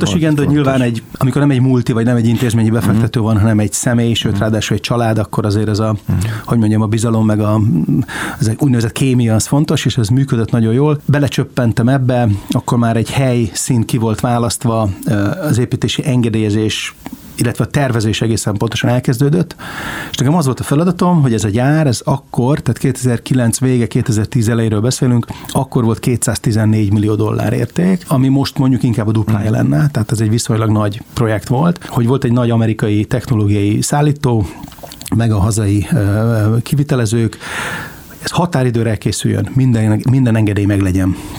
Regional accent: Székesfehérvár, Fejér, Hungary; born or raised there

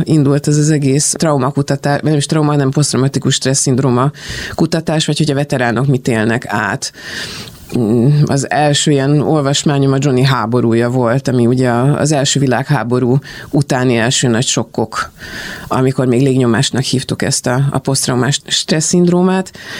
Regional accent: Vojvodina, Serbia; born or raised there

